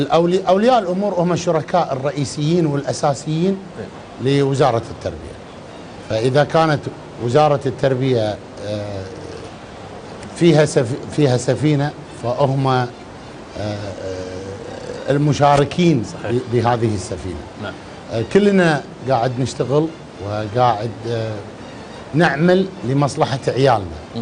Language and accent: Arabic; Kuwait; الظروف الاستثنائية اللي مرت فيها ديرتنا الحبيبة الكويت